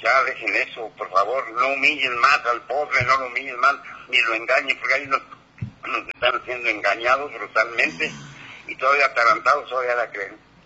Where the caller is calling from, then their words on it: Mexico; acá de Ejido Lázaro Cárdenas.